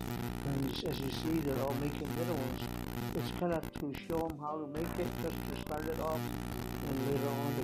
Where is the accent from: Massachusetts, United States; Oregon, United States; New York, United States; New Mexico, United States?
New Mexico, United States; Cochiti Pueblo; first language Keres; English is a second language; I am from Cochiti Pueblo, New Mexico. I was fortunate that I learned the language growing up, where that was my first language, where I didn't have to go to a class and sit down and learn the language.